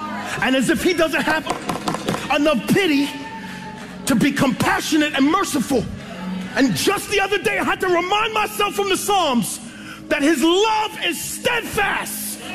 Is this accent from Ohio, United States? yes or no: no; New York, United States; I'm from New York, so we keep that head on a swizzle.